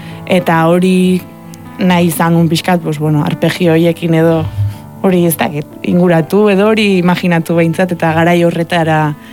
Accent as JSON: {"language": "Basque", "town": "Lizartza", "region": "Basque Country", "country": "Spain", "accent": "Lizartza Basque"}